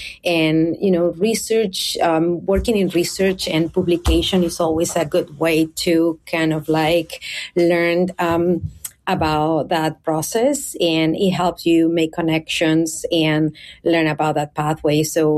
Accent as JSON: {"language": "English", "town": "Caracas", "region": "Capital District", "country": "Venezuela", "tie": "born or raised there", "moved": "as an adult", "lives_now": "United States", "said": "So I actually was born and raised in Caracas, Venezuela."}